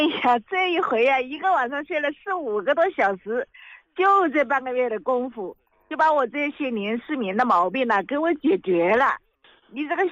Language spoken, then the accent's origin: Chinese; Hubei, China; 李老师啊，我是湖北的